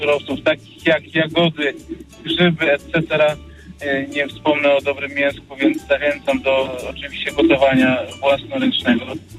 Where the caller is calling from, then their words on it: Olsztyn, Warmian-Masurian Voivodeship, Poland; Dzwonię z Olsztyna